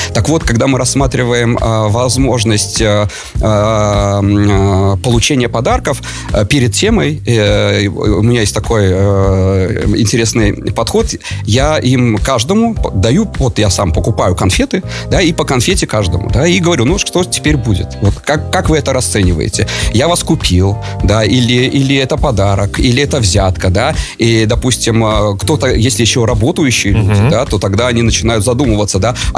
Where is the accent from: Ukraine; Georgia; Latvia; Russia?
Latvia; Rēzekne, Latgale; Я просто вот помню свою юность, молодость, детство, вот город Резекне, да, я из Резекне, и вот я часто приезжаю туда, у меня родители живут там